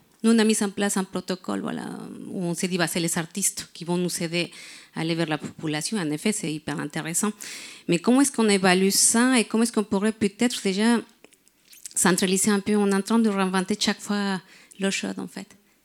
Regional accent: Mexico; now in Brest, France; En plus, moi je viens, non, je suis mexicaine, mais j'habite à Brest.

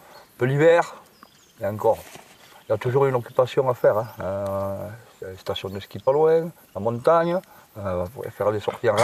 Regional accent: Puyvert, Provence-Alpes-Côte d'Azur, France; Ouais, nous, on est de Puyvert.

